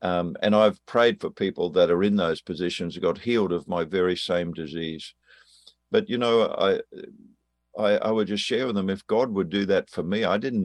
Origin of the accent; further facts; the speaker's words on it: Australia; accent: Australian; If you're wondering what the accent is, I'm an Australian.